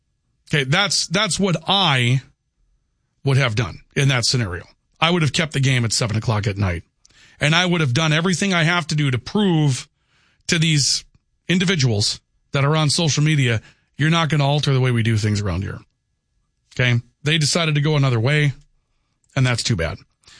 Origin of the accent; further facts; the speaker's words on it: Valley City, North Dakota, United States; Valley City's building a new school in my hometown.